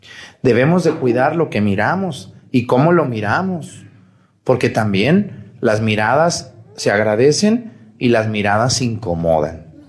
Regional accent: Jalisco, Mexico; moved away; Allá en mi tierra, Jalisco, se come el pozole rojo y se come en la noche.

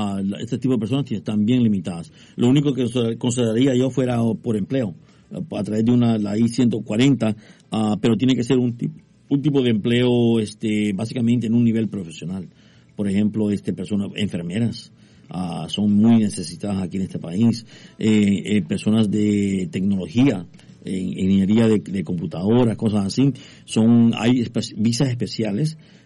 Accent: El Salvador; now in United States; yo siendo salvadoreño

